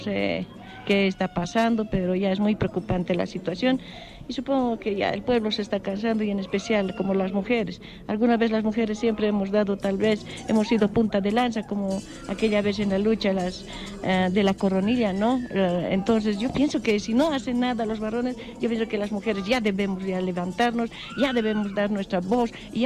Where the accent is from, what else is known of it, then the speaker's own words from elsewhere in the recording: Bolivia; y somos bolivianos y todos tenemos derecho a un reclamo